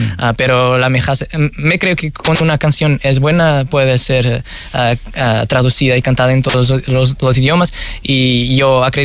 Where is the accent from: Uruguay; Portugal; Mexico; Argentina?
Portugal; moved away; me creo que soy artista que soy hoy porque salí de Portugal, salí de mi tierra.